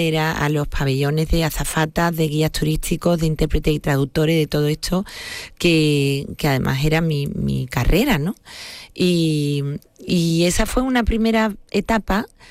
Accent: Seville, Andalusia, Spain; yo, amante de mi tierra, de mi gente, de mi familia, muy andaluza, muy sevillana, ¿sabes? Y encima, toda la Sevilla en ebullición.

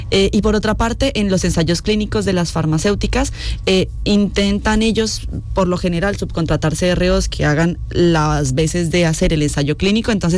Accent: Colombia; Yo en Colombia había tenido la oportunidad de trabajar, que yo soy colombiana, por si acaso, había tenido la oportunidad de trabajar con algunas empresas del sector sanitario

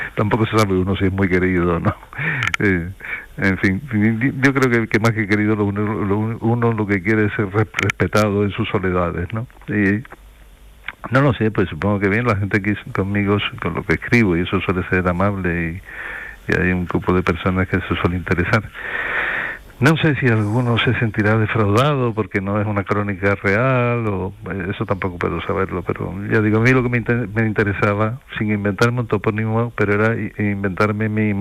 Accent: Rota, Andalusia, Spain; preferí usar el nombre real de donde transcurre la acción, que es aquí en Rota, de mi pueblo.

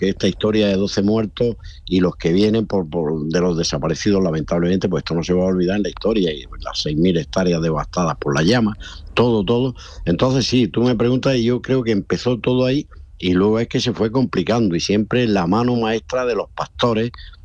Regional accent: Andalusia, Spain; born there; hay un incendio en mi pueblo, entre Los Gallardos y Sorbas, que es el pueblo, Carrizalejo, toda la zona esta

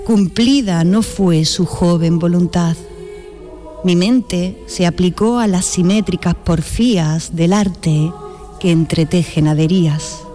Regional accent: Andalusia, Spain; accent: Andalusian; Y aquí vamos a enlazar con algo que sabéis que me encanta y es nuestra particular forma de hablar en Andalucía.

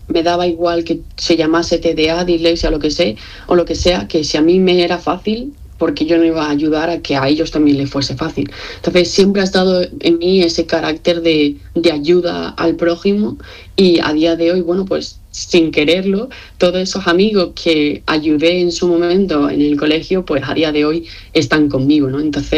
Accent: Marbella, Andalusia, Spain; Yo soy de Marbella, ciudad, pueblo, depende de cómo se mire, y es pequeño, tiene 150.000 habitantes con respecto a otras ciudades, ¿no?

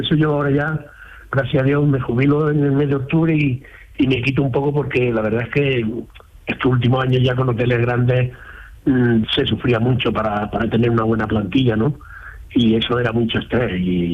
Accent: Fuente Palmera, Andalusia, Spain; now in Lloret de Mar, Spain; Yo soy de Fuente Palmera, un pueblo pequeñito de Córdoba.

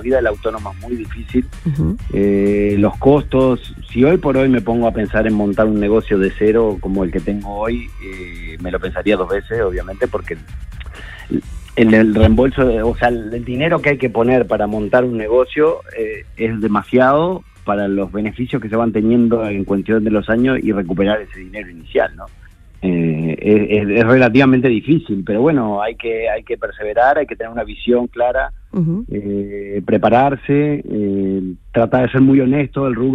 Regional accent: Uruguay; now in Málaga, Spain; Yo soy de Uruguay

